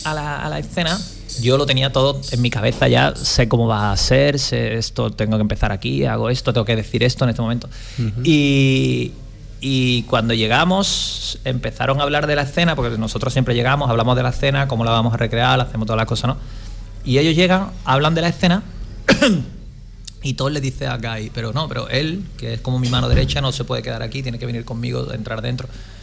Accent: Cádiz, Andalusia, Spain; Y le dije que soy de Cádiz.

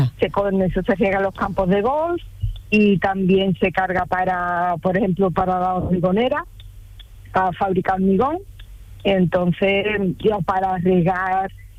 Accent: Alhaurín el Grande, Andalusia, Spain; Pues mira, voy para Manilva, soy de los Dinger Grandes, y estoy aquí en la carretera que empieza para Ojem.

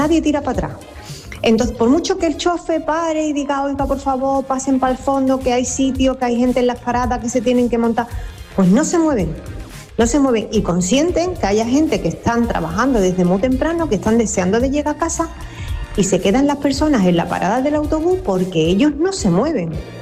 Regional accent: Camas, Andalusia, Spain

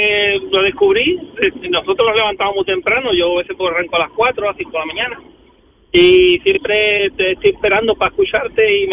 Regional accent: Jerez de la Frontera, Andalusia, Spain; also born or lived in Canary Islands; 11 años en Canarias. De Jerez de la Frontera.

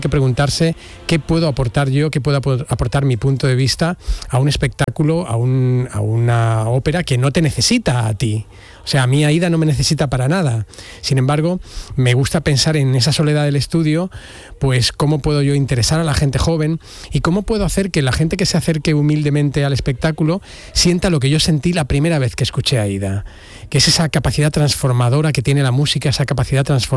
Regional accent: Region of Murcia, Spain; also born or lived in Barcelona; now in Seville, Spain

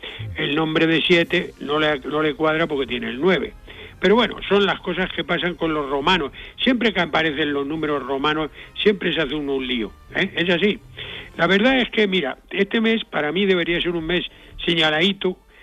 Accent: Fuensalida, Castilla-La Mancha, Spain; en mi pueblo, que es un pueblo llamado Fuensalida, provincia de Toledo

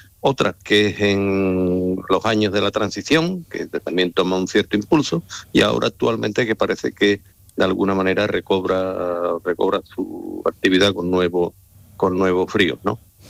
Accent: Andalusia, Spain; como andaluces tenemos todos

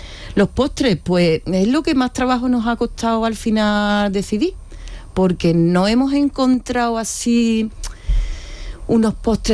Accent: Córdoba, Andalusia, Spain; now in Jerez de la Frontera, Spain; Que soy cordobesa, pero yo soy jerezana de adopción.

